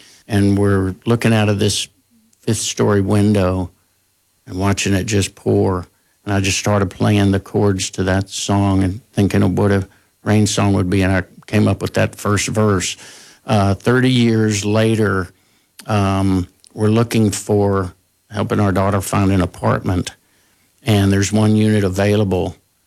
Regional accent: Houston, Texas, United States; I was from Houston, and so it rains plenty.

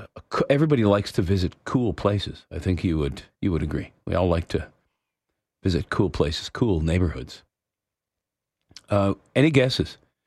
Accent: Hamilton, Ontario, Canada; Yeah, or I sometimes call St. Kitts, which, you know, where I grew up in Hamilton, just a hop, skip, and a jump down the road, good old St. Catharines.

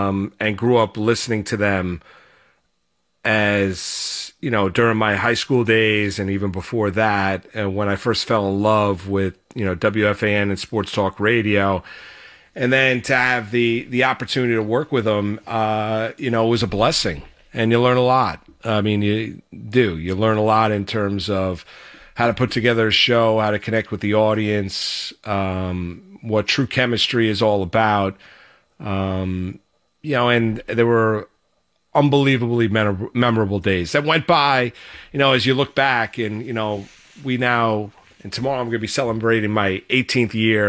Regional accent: Rockland County, New York, United States; growing up in Rockland County, being my mom was from Brooklyn, my dad was from Manhattan

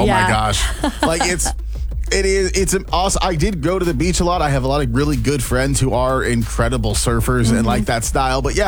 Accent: Oceanside, California, United States; moved away as an adult; now in Jackson, United States; my hometown of Oceanside, California.

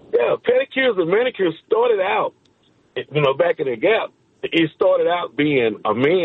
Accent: Fort Worth, Texas, United States; No, I'm from Fort Worth, Texas. Fort Worth, Texas.

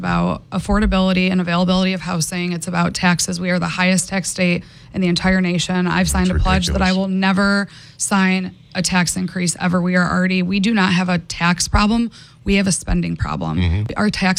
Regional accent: Auburn, New York, United States; now in Washington, United States; I'm from Auburn, New York. My dad's a corrections officer.

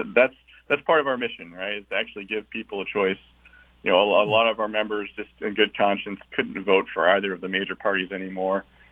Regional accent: Texas, United States; But, you know, I'm from Texas.

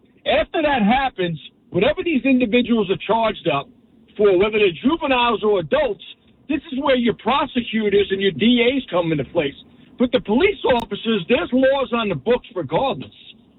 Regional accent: New Jersey, United States; moved away as an adult; I love my home state of New Jersey. I was active duty for 26 years. I moved back here. I came back to New Jersey after I retired.

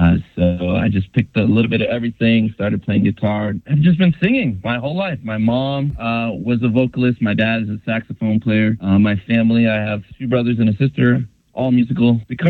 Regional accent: Brockton, Massachusetts, United States; So I was raised in Brockton, Massachusetts. I am a PK, aka a preacher's kid. So I grew up in church.

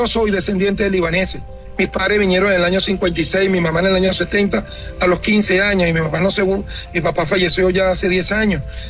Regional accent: Venezuela; y nosotros, como venezolanos, a la reconstrucción de sus vidas.

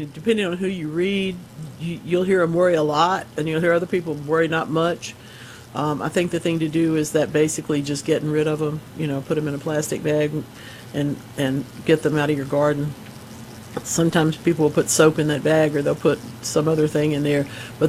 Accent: Gulfport, Mississippi, United States; I grew up in Gulfport

